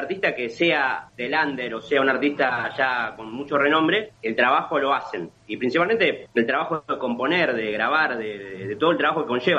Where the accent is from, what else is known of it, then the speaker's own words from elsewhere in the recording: Ezeiza, Buenos Aires Province, Argentina; nosotros también somos de Zona Sur, que hemos ido a ver muchas bandas a Temper, que nosotros somos de Seiza.